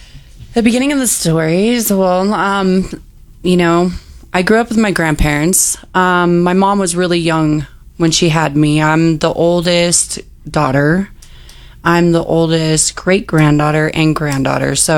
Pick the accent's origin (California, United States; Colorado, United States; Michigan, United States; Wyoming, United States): Colorado, United States; Arvada; born or raised there; also born or lived in Denver, Colorado